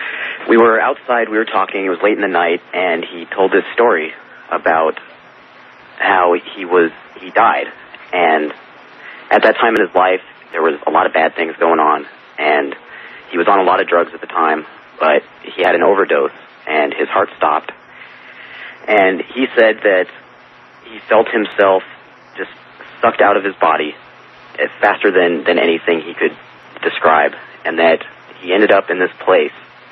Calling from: Devore, California, United States; in DeVore, California.

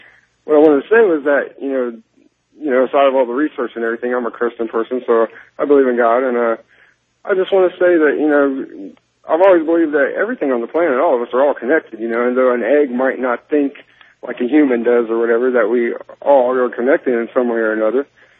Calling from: Ohio, United States; I'm in Ohio

